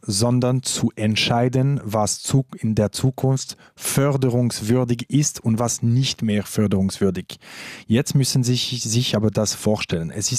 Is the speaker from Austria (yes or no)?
no; Romandy, Switzerland; first language French; German is a second language; als Schweizer und vielleicht noch sogar als Westschweizer, also französischsprachige Schweizer, ist man nicht in diesem Westen-Osten-Dilemma